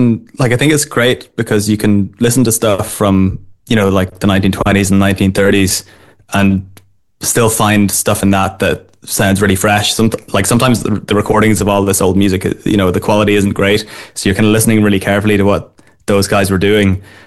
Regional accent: Northern Ireland, United Kingdom; moved away as an adult; also born or lived in Cork; now in Dublin, Ireland; Yeah, so I'm from Fermanagh originally, but I've been living in Dublin basically since college. I took a year abroad and lived in Cork for a year.

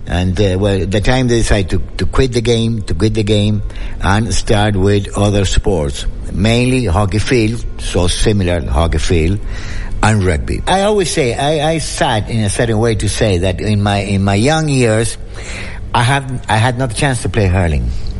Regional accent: Argentina; You know, we are Irish Argentine

